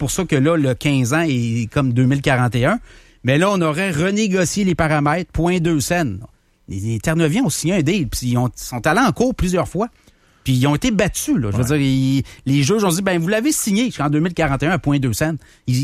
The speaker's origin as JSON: {"language": "French", "country": "Canada", "said": "Moi, je suis Canadien, là."}